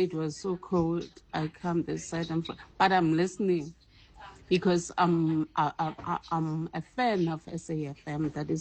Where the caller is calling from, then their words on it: South Africa; I'm from Greece at the moment. I'm a South African.